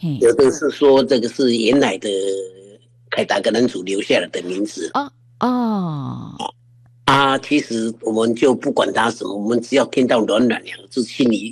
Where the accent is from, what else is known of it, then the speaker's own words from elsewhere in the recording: Keelung, Taiwan; 我是生在基隆，长在基隆的人。